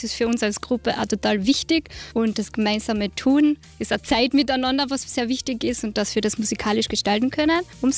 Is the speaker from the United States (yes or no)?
no; Carinthia, Austria; natürlich … als Kärntnerin gehört auch dazu.